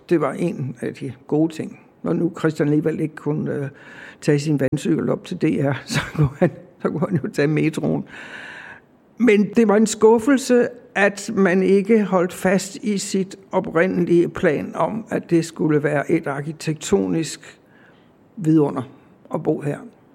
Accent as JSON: {"language": "Danish", "town": "Copenhagen", "region": "Capital Region of Denmark", "country": "Denmark", "tie": "born or raised there", "lives_now": "Amager, Denmark", "said": "Jeg er født og opvokset i København."}